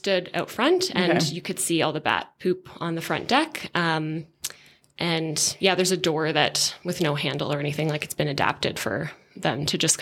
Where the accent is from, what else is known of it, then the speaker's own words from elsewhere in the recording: Hamilton, Ontario, Canada; In Southern Ontario, in Hamilton.